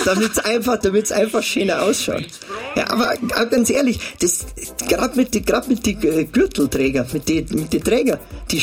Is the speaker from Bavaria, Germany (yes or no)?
yes; Munich, Bavaria, Germany; Hier, aus Minga.